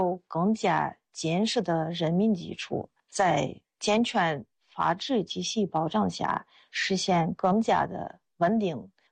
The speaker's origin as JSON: {"language": "Chinese", "country": "Russia", "second_language": "Chinese", "lives_now": "China", "said": "我是俄罗斯人，我在中国生活了25年，现在在党史研究院做翻译工作。"}